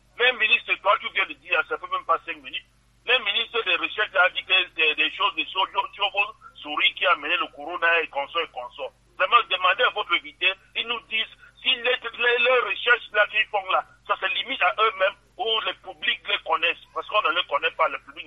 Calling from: Cameroon; Je suis à Komkana

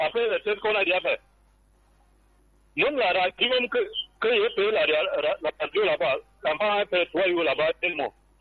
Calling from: Cameroon; Je suis à Mangué.

